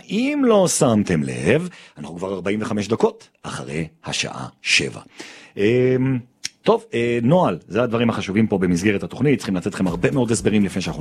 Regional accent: Jerusalem, Jerusalem District, Israel; כל שנה, 32 שנים כבר, אני עוצר את עצמי, 9 באב, אני ירושלמי, אני לוקח את זה גם באופן אישי, מה שקרה בירושלים

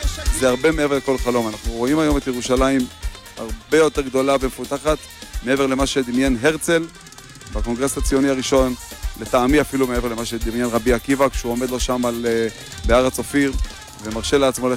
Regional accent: Jerusalem, Jerusalem District, Israel; אנחנו גדלנו פה, כמו שאמרתי, דור רביעי שבונה ירושלים

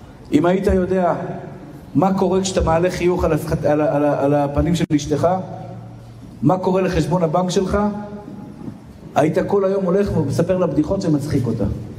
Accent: Tel Aviv, Tel Aviv District, Israel; הילד הקטן שנולד בשכונת התקווה. אני תמיד זוכר מאיפה באתי, אני לא אשכח את זה לעולם.

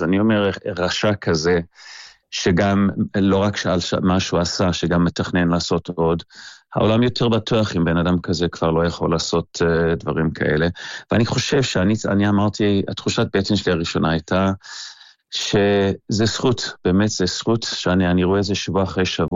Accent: South Africa; now in Israel; אנחנו עלינו מדרום אפריקה, ויש איזשהו מיזם של לדאוג לחיילים בודדים

